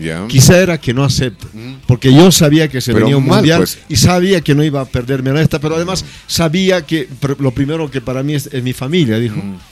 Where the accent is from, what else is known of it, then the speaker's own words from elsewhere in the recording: Argentina; Yo argentino, ¿viste?